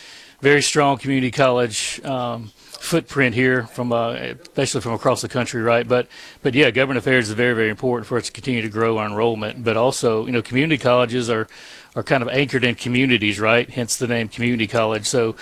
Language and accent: English; Brookhaven, Mississippi, United States; moved away as an adult; also born or lived in Boerne, Texas; now in Senatobia, United States; So I was raised in Brookhaven, Mississippi, so I'm from the South, right?